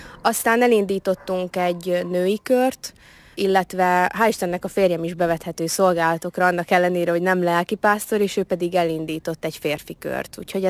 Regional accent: Szabolcs-Szatmár-Bereg, Hungary; Én szabolcsi gyerek vagyok, tehát Borsodba jönni nekem érdekes volt megtapasztalni azt, hogy egyébként tényleg másak az emberek.

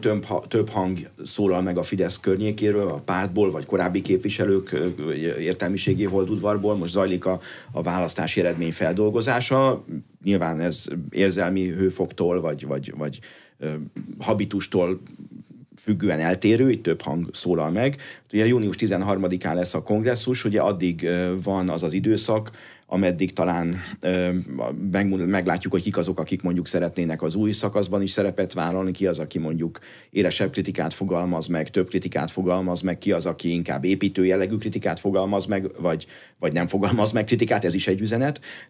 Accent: Germany; moved away; Én úgy nőttem fel Németországban, hogy Helmut Kohl volt a kancellár 16 évig

